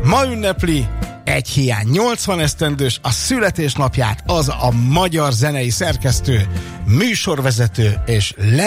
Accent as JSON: {"language": "Hungarian", "town": "Debrecen", "region": "Hajdú-Bihar", "country": "Hungary", "said": "Mi kis debreceni nyíkhajók"}